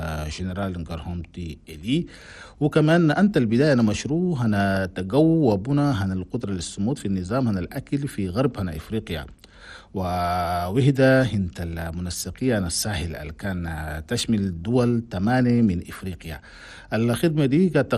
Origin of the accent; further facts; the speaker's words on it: Chad; أنا بلدنا تشاد